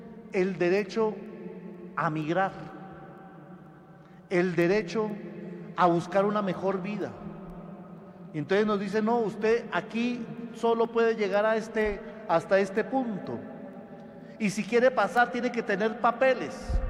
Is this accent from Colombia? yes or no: yes; Colombia; olvidamos que somos colombianos